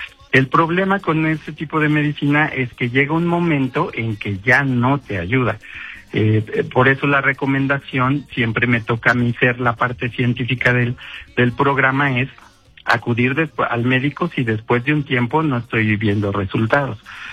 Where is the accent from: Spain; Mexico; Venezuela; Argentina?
Mexico; Tenango del Valle, State of Mexico; el bello municipio de Tenango del Valle, de donde soy originario.